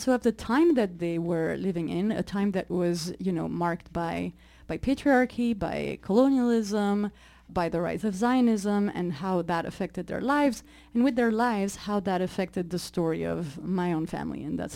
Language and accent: English; Paris, Île-de-France, France; I grew up in Paris listening and hearing a lot of Moroccan, North African, Middle Eastern music.